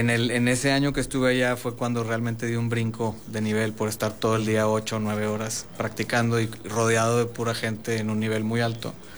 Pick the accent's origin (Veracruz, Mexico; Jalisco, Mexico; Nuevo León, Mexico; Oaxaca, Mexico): Nuevo León, Mexico; Monterrey; Soy de Monterrey.